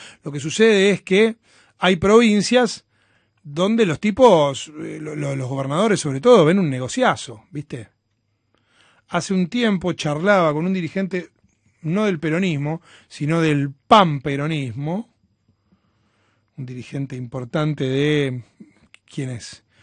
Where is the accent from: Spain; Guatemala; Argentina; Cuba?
Argentina